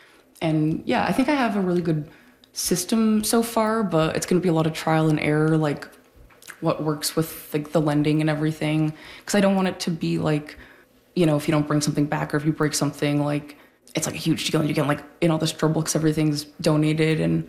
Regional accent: Toronto, Ontario, Canada; moved away as an adult; I grew up in Toronto and that was like a big, when I moved here for the first time 5 years ago, that was like a big culture shock for me

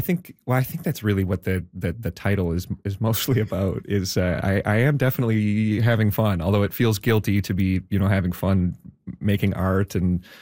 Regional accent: Nova Scotia, Canada; I grew up in Nova Scotia, so most of the folks I know are within an hour's drive of downtown Halifax.

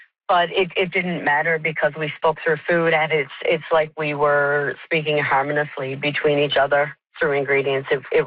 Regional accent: Newfoundland and Labrador, Canada; I take ingredients that I grew up with here in Labrador

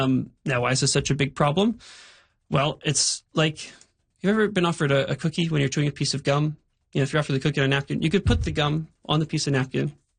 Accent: Hamilton, Ontario, Canada; now in Vancouver, Canada; my hometown of Hamilton.

